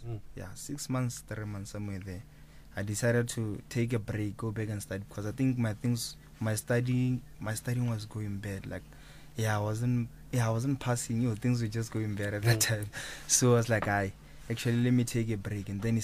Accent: Limpopo, South Africa; I'm from Limpopo, Ramamabolo, next to Moria. Next to Obri Mudiwa's place.

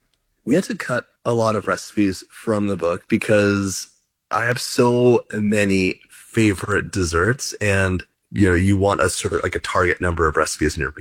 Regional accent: United States; As an American, I love pumpkin.

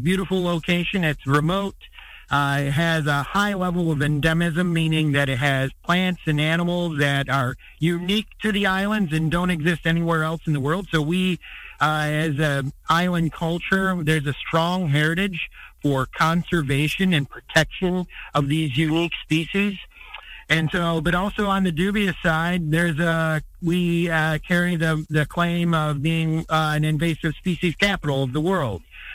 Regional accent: Michigan, United States; Upper Peninsula of Michigan, my stomping grounds. I'm not from Upper Peninsula, but Michigan.

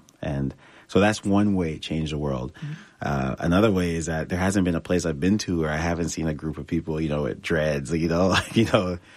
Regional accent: Toronto, Ontario, Canada; So I grew up in Toronto. My parents are from Jamaica. And growing up and living in Toronto

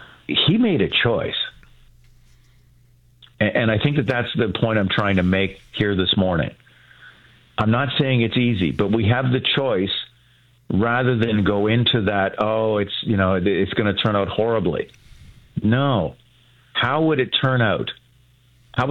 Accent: Rockway, Ontario, Canada; Kid, I grew up in Rockaway out in the country. So it's a fantastic area.

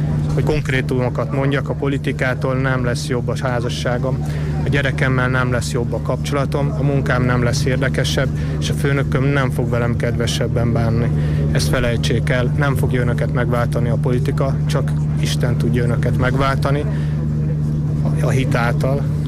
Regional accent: Hungary

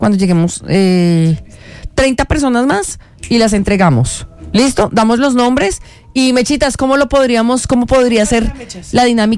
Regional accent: Colombia; Yo no soy colombiana. No, mentira, sí, yo soy súper colombiana y amo mi país.

